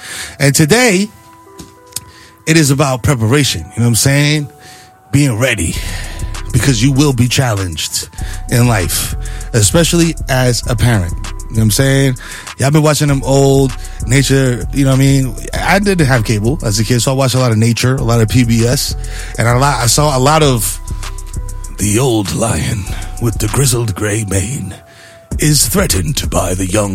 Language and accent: English; New York City, New York, United States; I'm from East Tremont, baby.